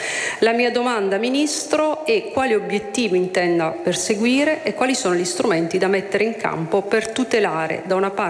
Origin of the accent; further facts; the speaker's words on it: Rimini, Emilia-Romagna, Italy; da riminese, abitante di Rimini, che è modello della ricettività e dell'accoglienza